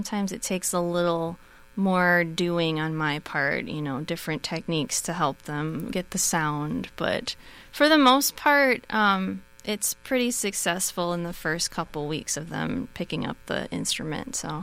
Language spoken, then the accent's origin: English; Milwaukee, Wisconsin, United States; I'm from Milwaukee originally. But I've moved around a little, but I've always been in Wisconsin.